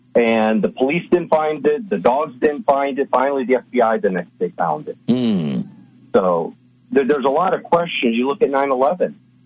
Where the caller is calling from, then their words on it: Nevada, United States; in Nevada.